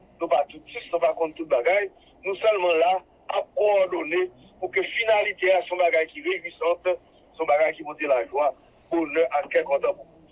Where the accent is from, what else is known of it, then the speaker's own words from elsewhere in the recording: Haiti; nous-mêmes, nous avons 10 fois plus. en tant qu'haïtien, parce que nous comprenons la culture